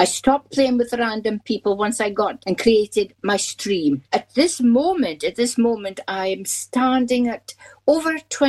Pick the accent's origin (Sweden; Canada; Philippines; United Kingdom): United Kingdom; Scotland; two comes from USA, and I'm obviously from Scotland, and I've two from England.